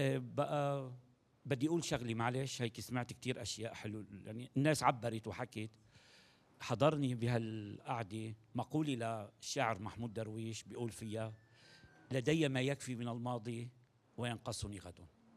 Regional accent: Tartus, Tartus Governorate, Syria; moved away as an adult; also born or lived in Aleppo; أنا من طرطوس.

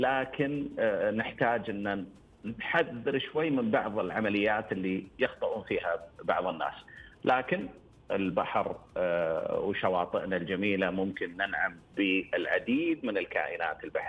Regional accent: Saudi Arabia

